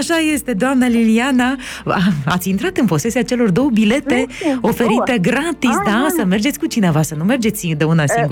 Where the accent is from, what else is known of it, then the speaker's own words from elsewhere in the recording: Drochia, Drochia District, Moldova; Că și eu sunt de la Drochia.